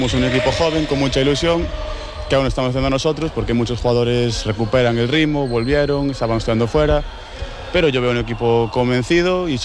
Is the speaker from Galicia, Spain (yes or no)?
yes; Ribadavia, Galicia, Spain; Estuve previamente en equipos de mi pueblo, de Rivadavia